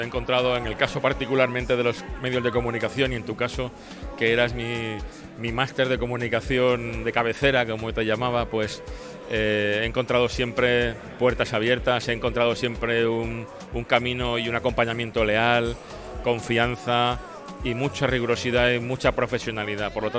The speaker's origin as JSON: {"language": "Spanish", "region": "Andalusia", "country": "Spain", "said": "Soy un andaluz, sufro por Andalucía, he vivido por Andalucía, he trabajado y me he comprometido por los objetivos y los intereses de Andalucía"}